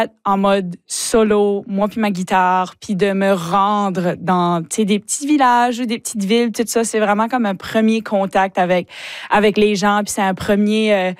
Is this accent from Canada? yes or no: yes; Chéticamp, Nova Scotia, Canada; J'ai grandi à Chéticamp, comme t'as mentionné. T'sais, fait que j'ai grandi en faisant partie de la troupe du Conseil des arts de Chéticamp.